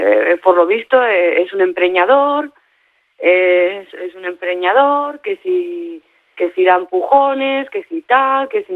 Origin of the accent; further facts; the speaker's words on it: Barcelona, Catalonia, Spain; a ver, yo soy de Barcelona, ¿me entiendes? Y también he ido a colegios de pago